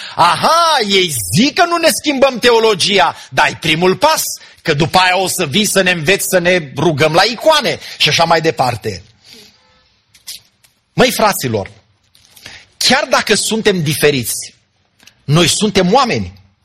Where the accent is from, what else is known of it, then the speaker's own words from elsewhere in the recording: Romania; noi ca români